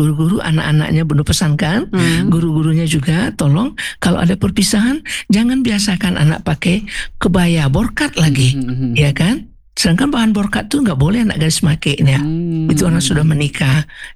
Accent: West Sumatra, Indonesia

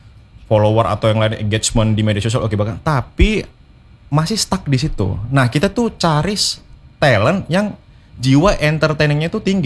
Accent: Palangka Raya, Central Kalimantan, Indonesia; Iya, saya dari Palangkaraya.

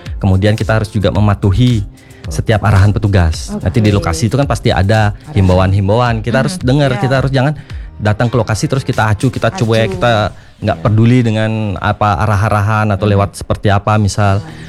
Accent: Bali, Indonesia; Kita sebagai orang Bali itu harus bangga

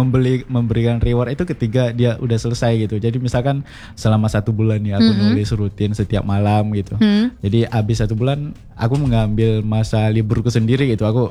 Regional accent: West Sumatra, Indonesia; Itu sebagai apa ya, tanggung jawabku mungkin ya sebagai orang Minangkabau gitu. Jadi aku nulis dalam bahasa Minang gitu.

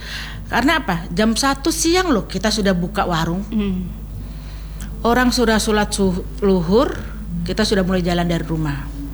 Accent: Makassar, South Sulawesi, Indonesia; moved away; Kita orang Makassar kan identik dengan jeruk nipis.

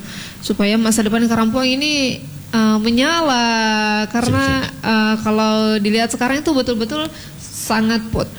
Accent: Mamuju, West Sulawesi, Indonesia; kita sebagai warga Mamuju.

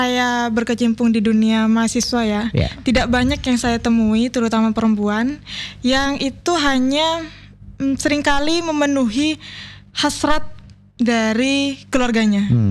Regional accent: East Java, Indonesia; now in Pajagalan (Patian), Sumenep, Indonesia; Kalau saya asal Dungkek.

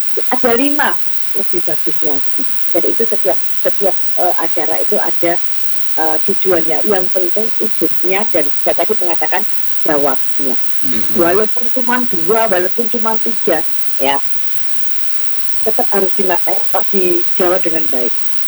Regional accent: Java, Indonesia; Bureh kalau kita orang Jawa itu kan diburehkan ya, ditaruh di badan, diburehkan gitu.

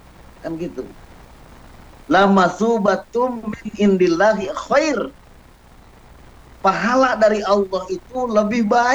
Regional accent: Bandung, West Java, Indonesia; Nah, kita orang Bandung ini penuh kekhawatiran.

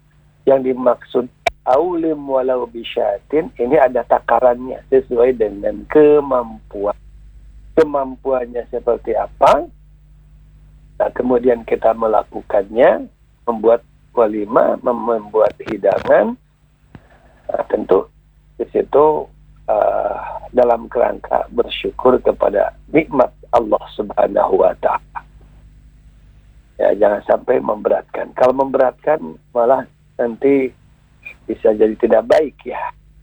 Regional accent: West Java, Indonesia; Artinya kalau kata orang kita, orang Sunda, ulah jajangkungan.

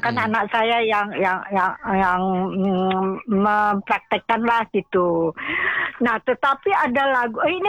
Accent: Bandung, West Java, Indonesia; Karena kan dia asli dari lemburnya saya juga. Tahu lembur enggak? Dari daerah aku kan, dari Bandung gitu loh.

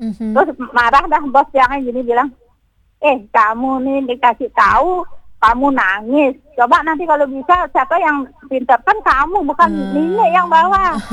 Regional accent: Denpasar, Bali, Indonesia; dari kecil di Denpasar tuh.

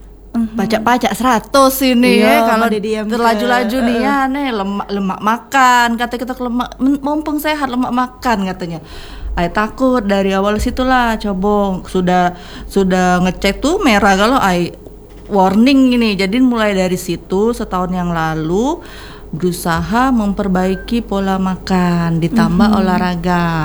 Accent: Palembang, South Sumatra, Indonesia; born there; Iya, Palembang, lahir di Palembang.

